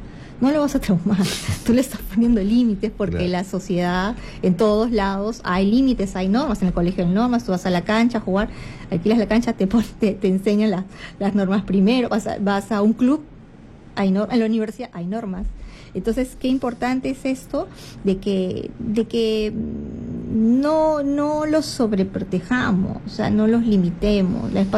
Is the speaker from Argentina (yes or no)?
no; Lima, Peru; Recuerdo cuando era niña, yo vivía en Breña